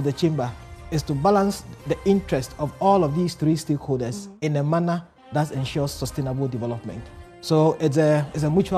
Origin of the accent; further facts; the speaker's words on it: Ashanti, Ghana; English is a second language; it belongs to all of us Ghanaians. So for my hometown, somewhere in the Ashanti region, where mining is happening